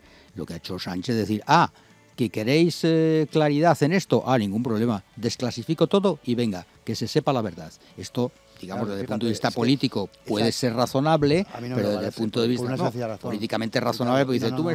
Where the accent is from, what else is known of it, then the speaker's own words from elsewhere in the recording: Spain; yo como ciudadano español